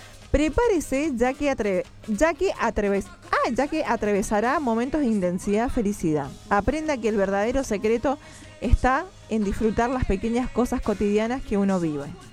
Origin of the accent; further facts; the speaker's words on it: Mendoza, Argentina; also born or lived in Buenos Aires; Soy mendocina, pero amo Córdoba. A mí por ahí me costaba un poco meterme un poco con el cuarteto, Porque no le puedo... Yo estuve acá en Córdoba, pero después me fui a vivir 14 años en Buen